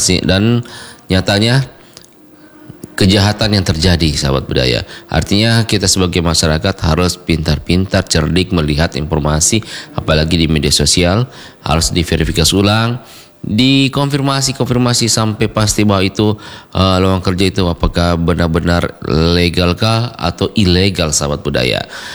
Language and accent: Indonesian; South Sulawesi, Indonesia; apalagi kita suku Bugis Makassar, mempunyai filosofi atau ilmu-ilmu yang diajarkan oleh orang tua dulu